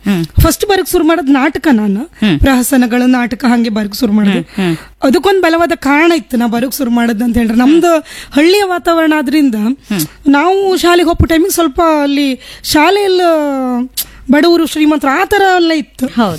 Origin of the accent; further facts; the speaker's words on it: Vakwadi, Karnataka, India; ನನ್ನ ಊರು ವಕ್ವಾಡಿ. ನಾನು ಎಲಿಮೆಂಟ್ರಿ ಎಲ್ಲ ವಕ್ವಾಡಿಯಲ್ಲೇ ಮಾಡಿದ್ದು.